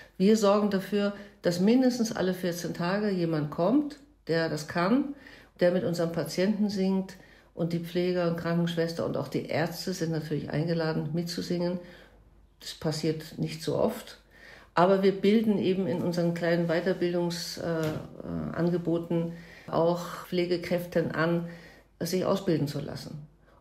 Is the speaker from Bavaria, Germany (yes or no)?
no; Hamburg, Germany; moved away as an adult; also born or lived in Vienna; now in Carinthia, Austria; Also ich bin gebürtige Hamburgerin, sieht man, hört man eh, sieht man wahrscheinlich auch. Und war 31 Jahre in Wien und bin jetzt seit 5 Jahren in Kärnten